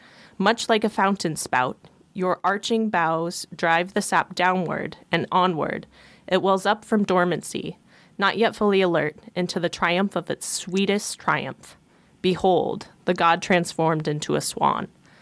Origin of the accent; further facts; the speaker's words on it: Palmer, United States; I was born and raised in Palmer. The idea of fruit trees is very exciting.